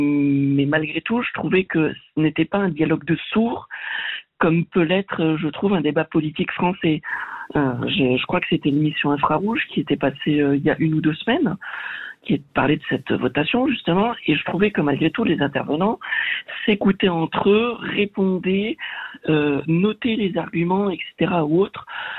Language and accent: French; Southwest France, France; C'est-à-dire que je viens du sud-ouest de la France. On a quand même une langue dans le sud-ouest de la France qui s'appelle l'occitan.